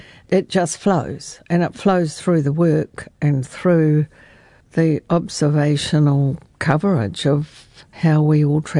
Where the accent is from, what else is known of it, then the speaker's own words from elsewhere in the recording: Greymouth, West Coast, New Zealand; But, I mean, the thing is, I grew up in Greymouth in the 50s, and I was a precocious kid.